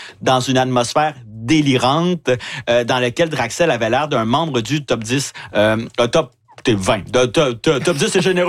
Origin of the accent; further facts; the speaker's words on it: Lorette, Quebec, Canada; parce que moi, je suis de la Lorette rival de Loretteville. J'ai grandi aussi de mes deuxième mois à mes 20 ans.